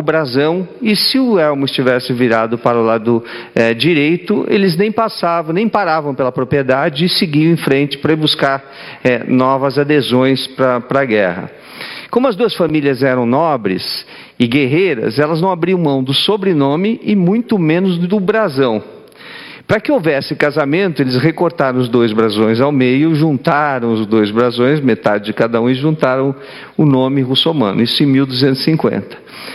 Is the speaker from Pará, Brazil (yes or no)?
yes; Pará, Brazil; moved away; Cresci no Pará, no meio dos igarapés, de um lado para outro, cercando os igarapés e colhendo peixe na mão, colocando nos paneiros.